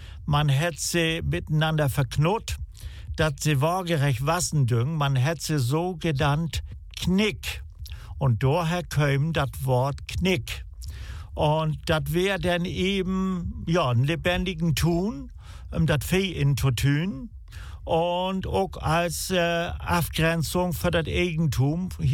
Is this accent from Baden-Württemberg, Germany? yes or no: no; Rendsburg, Schleswig-Holstein, Germany; Ja, ich komme aus Rendsburg. Das liegt im Kreis Plön in der untersten Hälfte. Und ja, da bin ich geboren und da lebe ich seitdem.